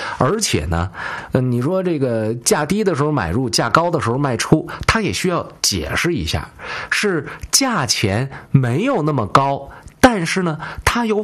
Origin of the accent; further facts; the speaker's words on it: China; 我们中国人